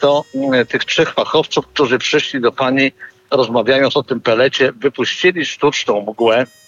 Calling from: Nowogard, West Pomeranian Voivodeship, Poland; Ja dzwonię z Nowogardu pod Szczecinem. To jest takie miasto pod Nowogardem.

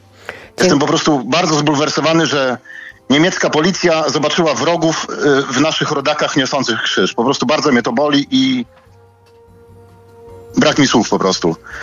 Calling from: Warsaw, Masovian Voivodeship, Poland; z Warszawy, stały słuchacz.

